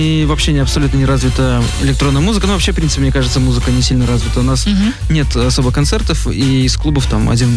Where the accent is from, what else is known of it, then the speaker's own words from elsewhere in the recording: Novopolotsk, Vitebsk Region, Belarus; moved away; А у нас это город маленький, мы всех знаем там.